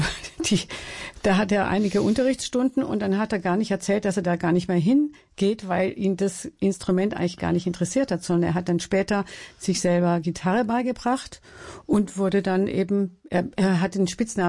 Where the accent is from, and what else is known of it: Baden-Württemberg, Germany